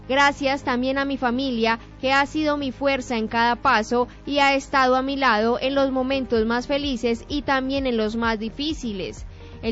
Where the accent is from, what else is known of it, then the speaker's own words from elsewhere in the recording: Colombia; Nosotros también soñábamos con seguir avanzando y sé la tristeza que hoy sentimos como colombianos.